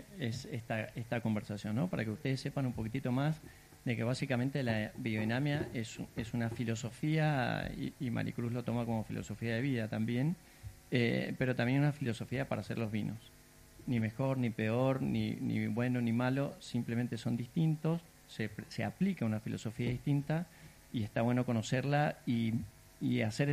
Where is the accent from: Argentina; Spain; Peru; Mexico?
Argentina; now in Mendoza, Argentina; Como argentino, pero sobre todo mendocino en este caso, porque estamos acá.